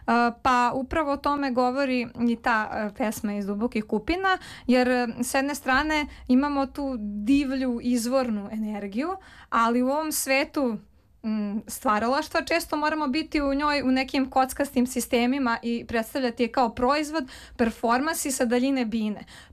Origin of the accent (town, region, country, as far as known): Belgrade, Serbia; born or raised there